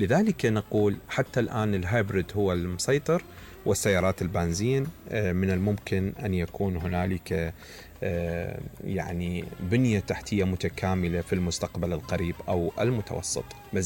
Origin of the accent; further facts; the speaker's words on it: Iraq; عندنا في العراق